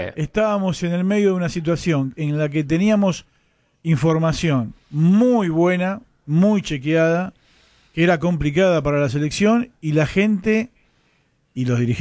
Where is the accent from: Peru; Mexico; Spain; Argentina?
Argentina; somos argentinos, somos hinchas de la selección.